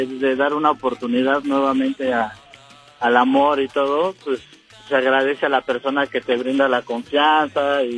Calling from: Mexico City, Mexico; Estamos en la alcaldía Venustiano Carranza, a la altura del aeropuerto.

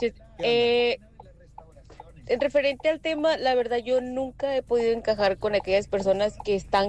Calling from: Tijuana, Baja California, Mexico

